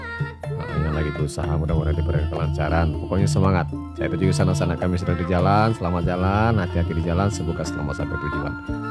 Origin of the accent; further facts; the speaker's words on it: Java, Indonesia; Sana-sana kita orang Jawa, apalagi dari lagi di perantauan ini sangat cocok di sana ya.